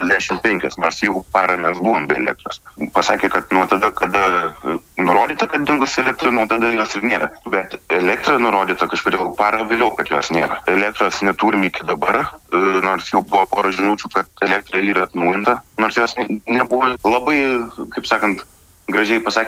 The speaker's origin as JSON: {"language": "Lithuanian", "town": "Rokiškis", "region": "Panevėžys County", "country": "Lithuania", "said": "Mes esame iš Rokiškio rajono, tai vienas labai toks keistas dalykas, kad kai prasidėjo audra, pas mus elektra dingo šeštadienį po pietų"}